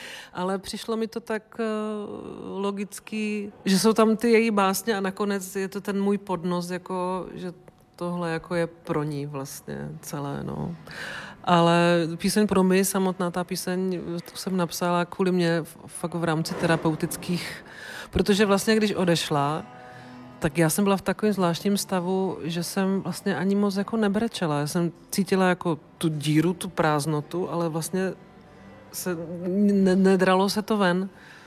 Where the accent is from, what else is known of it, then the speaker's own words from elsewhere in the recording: Třinec, Moravian-Silesian Region, Czechia; že jsem z Třince teda, že Třinec, Těšínsko, ty nevraživosti mezi Polákama a Čechama tam byly